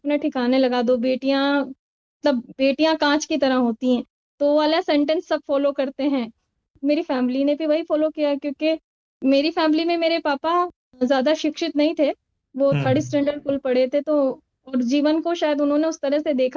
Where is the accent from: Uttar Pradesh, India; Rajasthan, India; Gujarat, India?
Rajasthan, India; Ajmer; मैं अजमेर राजस्थान से हूँ और मैं जिस समाज की महिला हूँ, पहले तो मैं अपने बारे में बताऊंगी कि जिस समाज से आती हूँ, मैं मुस्लिम तबके से आती हूँ, मुस्लिम तबके की महिला हूँ मैं।